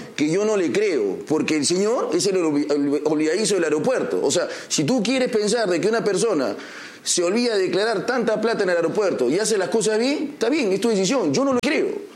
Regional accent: Lima, Peru; born there

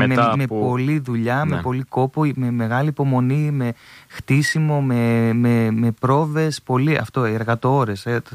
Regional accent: Thessaloniki, Central Macedonia, Greece; οι καλλιτέχνες, οι τραγουδιστές που είμαστε και από τη Θεσσαλονίκη, μια έτσι ομάδα και μια ζήμη που μπορεί να αλλάξει πράγματα.

